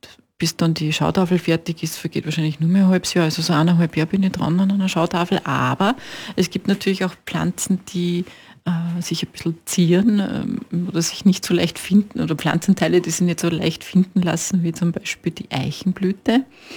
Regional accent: Upper Austria, Austria; Ich komme aus der Nähe von Wels, Oberösterreich

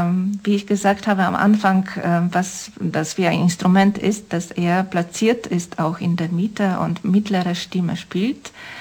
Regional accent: Poland; German is a second language; moved away; weil ich aus Polen komme, wir haben oft darüber geredet, dass man sehr, sehr oft die Länder bezeichnet als Osteuropa, aber eigentlich sind wir in der Mitte

